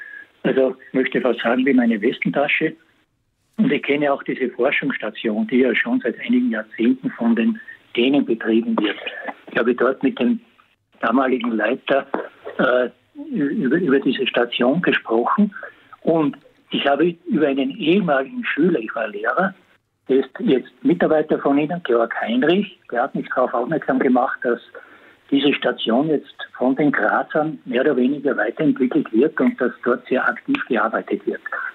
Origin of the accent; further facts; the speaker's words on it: Bad Hofgastein, Salzburg, Austria; ich bin aus Bad Hofgastein